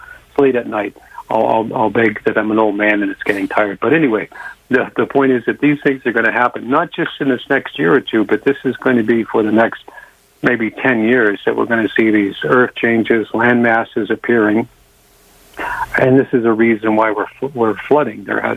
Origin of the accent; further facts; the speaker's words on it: Canada; I'm a Canadian guy